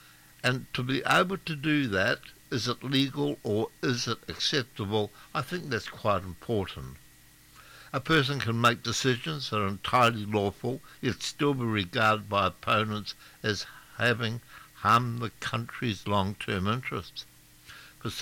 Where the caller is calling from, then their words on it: New Zealand; I am a Kiwi